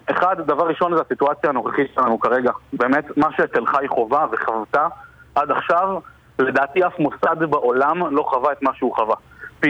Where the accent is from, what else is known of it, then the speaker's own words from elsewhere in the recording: Karmiel, Northern District, Israel; also born or lived in Kiryat Shmona; אני גדלתי והתחנכתי בקרמיאל, כל הילדות שלי